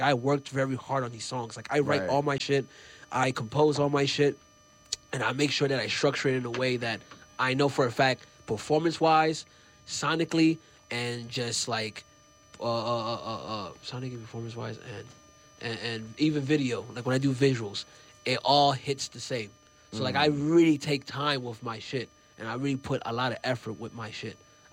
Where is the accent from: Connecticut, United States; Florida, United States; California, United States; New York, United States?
New York, United States; New York City; Even though I'm from New York City and I follow that whole trait and all that stuff, that is not who I am.